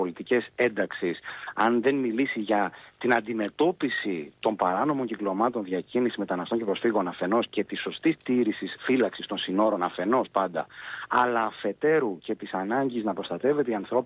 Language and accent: Greek; Greece; ως Έλληνες